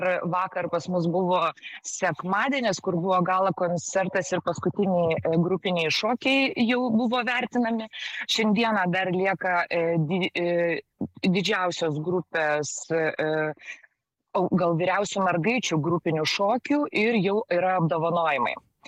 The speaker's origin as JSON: {"language": "Lithuanian", "town": "Vilnius", "region": "Vilnius County", "country": "Lithuania", "moved": "as an adult", "lives_now": "Klaipėda, Lithuania", "said": "aš pati esu Vilnietė iš tikrųjų ir kai išvažiavau gyventi Klaipėdą"}